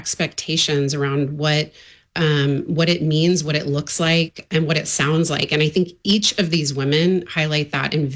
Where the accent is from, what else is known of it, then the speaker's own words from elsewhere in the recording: Texas, United States; moved away as an adult; I grew up in Texas and, you know, I left after college